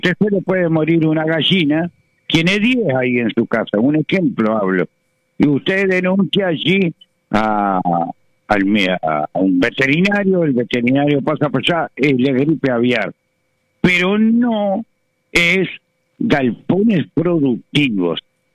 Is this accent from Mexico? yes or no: no; Uruguay